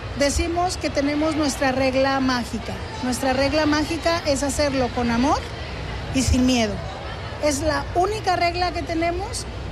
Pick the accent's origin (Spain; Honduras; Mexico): Mexico; El Arenal, Jalisco; yo que soy del pueblo del Arenal.